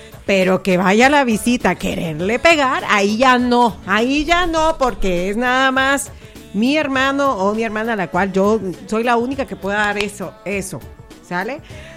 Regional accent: Mexico; las mexicanas somos bellas, hermosas

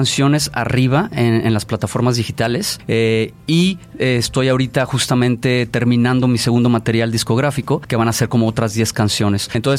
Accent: Tepic, Nayarit, Mexico; Yo soy originario de aquí, de Tepic, Nayarit, pero mi padre es japonés. Entonces ahí se armó la mezcla Japomex.

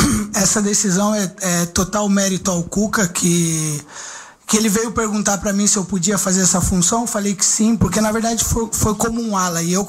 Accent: Brazil; eu sou brasileiro, eu saí daqui em alto nível

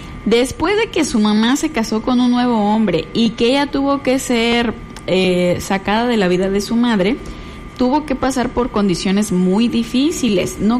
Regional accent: Mexico; tu realidad es México, ¿no? O sea, es el país que habitamos, aquí es donde nos tocó nacer, donde nuestra patria nos abraza y pues a pesar de todas las cosas, al final de cuentas somos mexicanos

